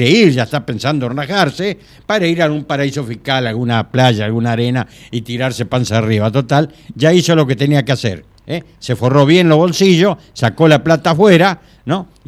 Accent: Argentina; que somos los argentino en este caso.

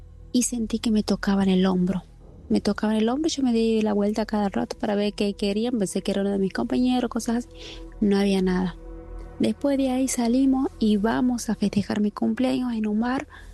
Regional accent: Famaillá, Tucumán, Argentina; Yo venía de estudiar, yo soy de Famaillá. Bueno, yo venía de estudiar de San Miguel del Tucumán, de la capital.

